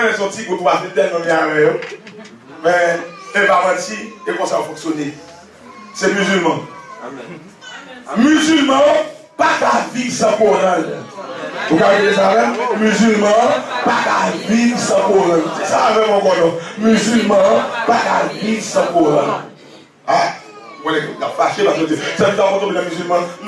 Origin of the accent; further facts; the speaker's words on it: Cap-Haïtien, Nord, Haiti; Oui, je suis du Nord. Je suis capois.